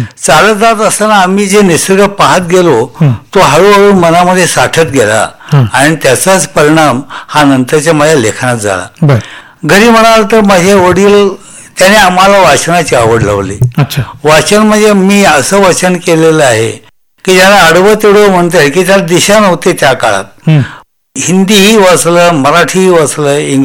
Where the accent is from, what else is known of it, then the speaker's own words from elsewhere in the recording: Hasur Champu, Maharashtra, India; मला सांगायला आनंद वाटेल की माझी जन्मभूमी कोल्हापूर जिल्हा